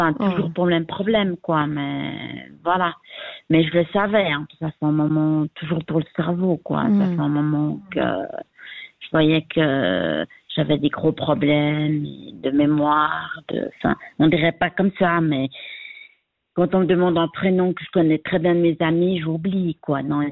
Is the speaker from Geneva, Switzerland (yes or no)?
yes; Geneva, Switzerland; Alors, moi, je suis genevoise, donc je suis revenue dans mes terres, mais je trouve qu'il y a quand même pas mal de violence à Genève.